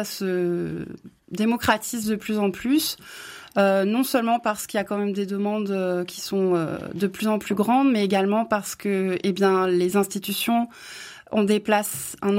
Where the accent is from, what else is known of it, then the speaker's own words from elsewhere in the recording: Brest, Brittany, France; moved away as an adult; now in Charente, France; c'est un prénom breton, parce que je viens de Brest. Je suis arrivée il y a une vingtaine d'années en Charente